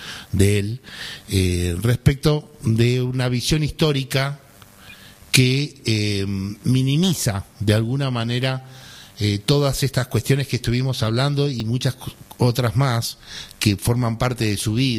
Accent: Argentina; soy argentino, 61 años

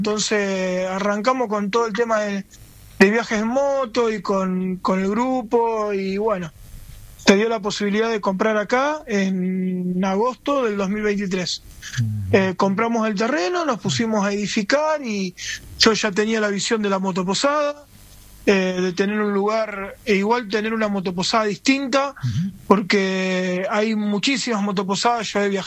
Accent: Rosario, Santa Fe, Argentina; moved away as an adult; now in Villa San Isidro, Argentina; Y nosotros somos oriundos de Rosario.

